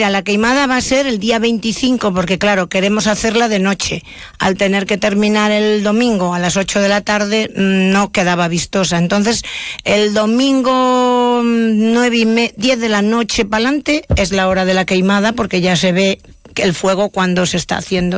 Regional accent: Galicia, Spain; moved away as an adult; now in Navarre, Spain; Me vine porque me casé y mi marido trabajaba aquí y me vine para aquí a vivir.

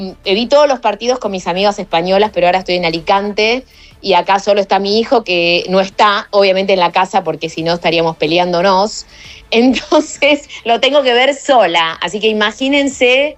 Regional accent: Argentina; born there; also born or lived in Spain; Porque a pesar de que nací en Argentina, me siento muy española.

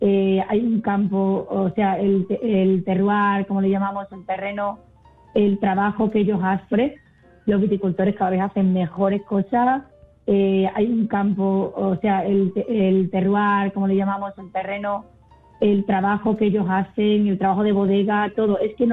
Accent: Chipiona, Andalusia, Spain; moved away as an adult; now in Mérida, Spain; yo soy original de Chipiona, de Cal. Llevo aquí en Mérida unos 12 años, conocí a mi marido allí en Chipiona, el que hoy es mi marido, tengo dos hijos pequeños ameritenses

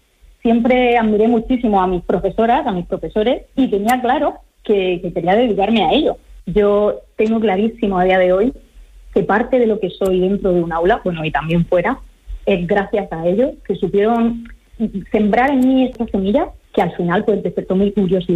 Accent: Campos del Río, Region of Murcia, Spain; Nosotros somos de Campos del Río, un pequeño pueblo de la región de Murcia, con mucho encanto.

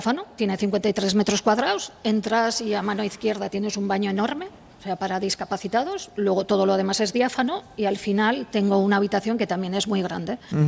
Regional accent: Mutriku, Basque Country, Spain; also born or lived in Lasarte; Sí, yo soy de Mutricu, pero llevaba 10 años y medio viviendo en Lasarte en un alquiler privado.

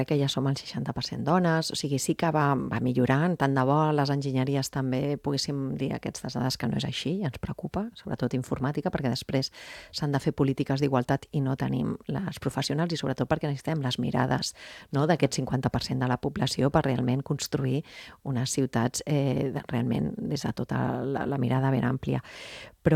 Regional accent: Barcelona, Catalonia, Spain; represento jo com a barcelonina

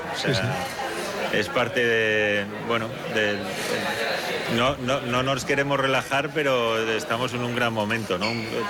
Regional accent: Bilbao, Basque Country, Spain; Yo soy de Bilbao

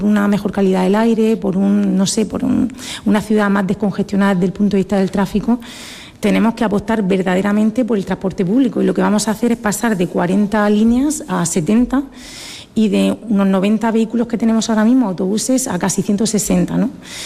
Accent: El Esparragal, Region of Murcia, Spain; Yo soy del Esparral, soy campillera.

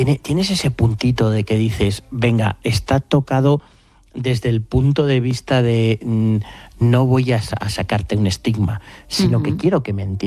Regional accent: Spain; además somos muy españoles, el humor negro nos encanta.

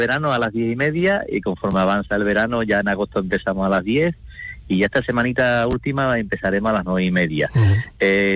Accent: Spain; en mi pueblo, que yo soy de Alorno

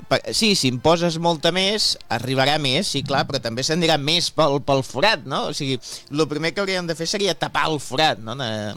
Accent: Madeira, Portugal; now in Spain; Sí, mira, jo vinc de Madeira, que és una illa, i està foradada per tot arreu per construir túnels.

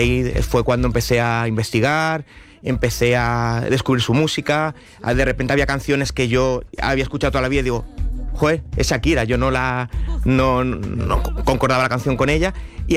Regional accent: Asturias, Spain; now in Madrid, Spain; Yo soy de Asturias y ahí yo tenía una habitación en mi casa que era...

